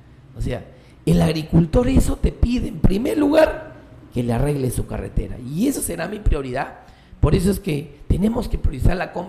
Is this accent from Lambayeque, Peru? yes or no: no; Piura, Peru; Allá en mi pueblo, por ejemplo, en San Francisco, el Papayo